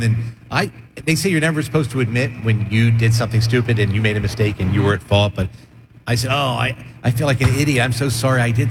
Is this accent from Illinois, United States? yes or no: no; Atlantic County, New Jersey, United States; I've got my hometown buddies here in Atlantic County.